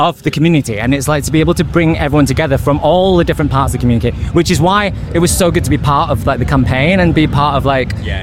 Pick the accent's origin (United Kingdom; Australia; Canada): United Kingdom; Yorkshire and the Humber; a British Chinese man from Yorkshire